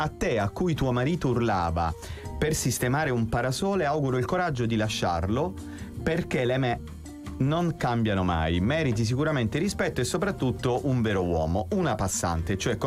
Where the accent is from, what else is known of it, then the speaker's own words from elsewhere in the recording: Southern Italy, Italy; anche giù da noi nel sud